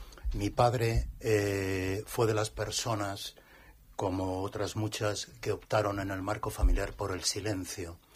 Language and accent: Spanish; Esquivias, Castilla-La Mancha, Spain; born there; en la zona de Toledo, en un pueblito, Esquivias, mi pueblo, pueblo hermanado con Alcalá de Henares